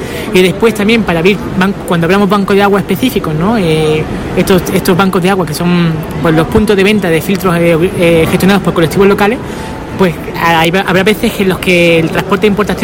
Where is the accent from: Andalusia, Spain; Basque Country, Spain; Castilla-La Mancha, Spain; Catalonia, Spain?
Andalusia, Spain; Málaga; yo soy andaluz de Málaga